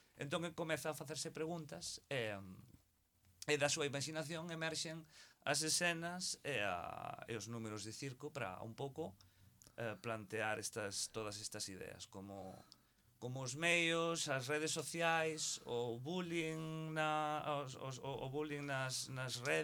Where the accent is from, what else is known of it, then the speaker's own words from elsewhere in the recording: Lugo, Galicia, Spain; born there; Portuguese is a second language; em Lugo, eu nasci em Lugo